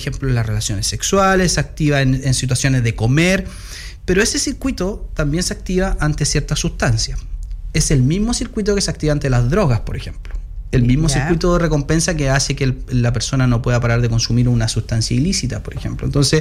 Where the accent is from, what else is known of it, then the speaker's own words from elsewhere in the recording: Chile; Como buen chileno hay que bailar cueca.